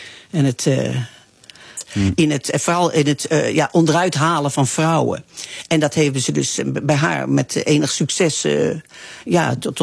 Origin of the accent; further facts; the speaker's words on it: Arnhem, Gelderland, Netherlands; born there; also born or lived in Amsterdam; Nou ja, eigenlijk bij toeval, omdat ik in 68 vanuit Arnhem, mijn geboortestad, naar Amsterdam ging.